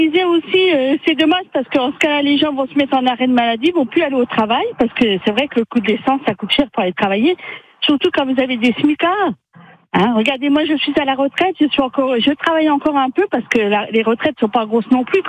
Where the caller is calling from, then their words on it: Raville-sur-Sânon, Grand Est, France; De Ravine-sur-Sanon.